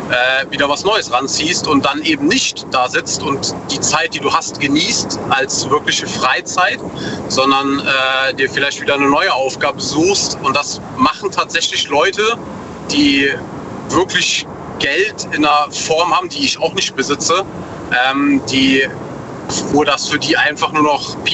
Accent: North Rhine-Westphalia, Germany; Aus der Eifel. NRW

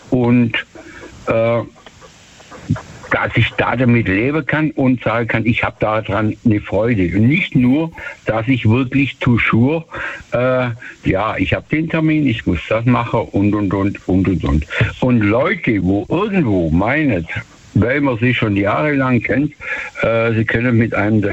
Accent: Germany

